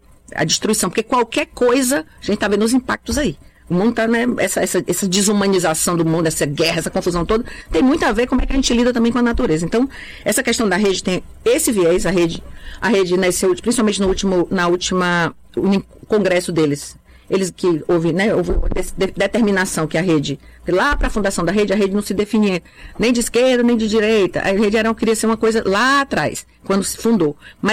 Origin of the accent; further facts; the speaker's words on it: Fortaleza, Ceará, Brazil; born there; eu nasci nos matos, né? Nasci na periferia de Fortaleza, no Mudubim, Mudubim ainda tinha vacaria. Então, assim, ali era a zona rural de Fortaleza. Então, assim, eu sou um pouco mato mesmo, sabe?